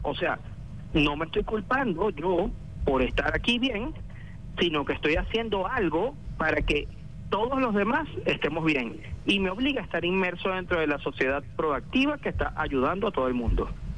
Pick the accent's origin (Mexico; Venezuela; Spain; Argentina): Venezuela; Nosotros como venezolanos tenemos el gentilicio de ser empáticos.